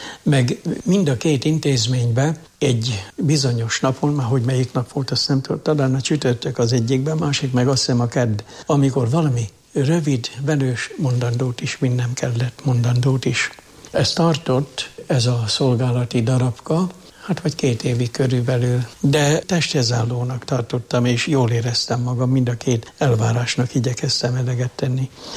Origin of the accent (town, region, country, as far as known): Jászárokszállás, Jász-Nagykun-Szolnok, Hungary; born or raised there